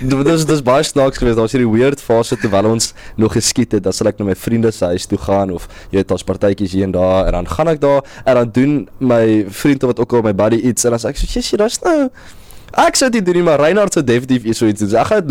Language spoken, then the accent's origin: Afrikaans; Western Cape, South Africa; born there; also born or lived in Pretoria; now in Stellenbosch, South Africa; So toe trek ons af in 2014 en van toe af is ek in Beaumont Laerskool gewees.